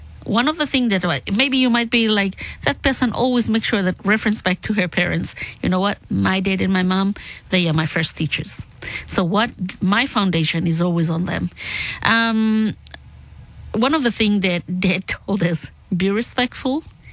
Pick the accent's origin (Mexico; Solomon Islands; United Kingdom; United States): Solomon Islands; I might be a Polynesian, but my passport stated that I am a Melanesian because me come from the Solomon Islands.